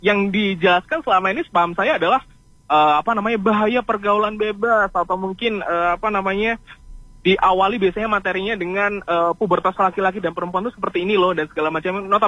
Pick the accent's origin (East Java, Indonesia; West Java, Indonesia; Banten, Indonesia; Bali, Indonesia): East Java, Indonesia; saya juga asalnya dari Kabupaten Malang